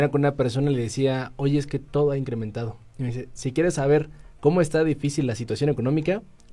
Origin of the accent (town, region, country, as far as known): Mexico